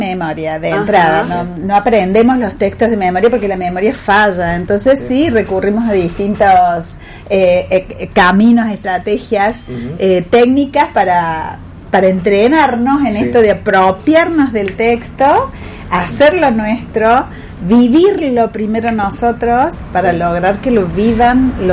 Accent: Córdoba, Argentina; accent: cordobés; Apenas hablo, Córdoba es así, tal cual.

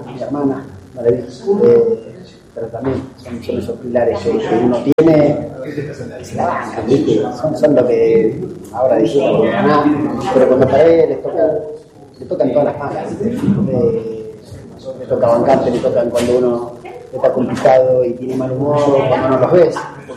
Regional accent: Córdoba, Argentina; Como cordobés, como local, recibir ese cariño de la gente

